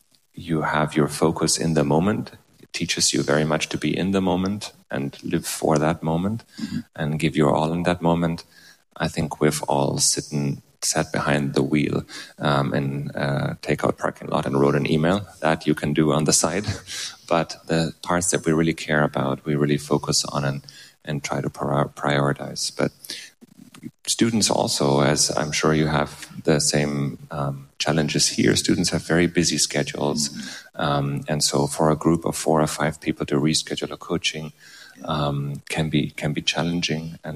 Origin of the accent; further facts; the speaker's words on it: Germany; moved away as an adult; now in Cincinnati, United States; I grew up in Germany and was educated there, and then studied in the States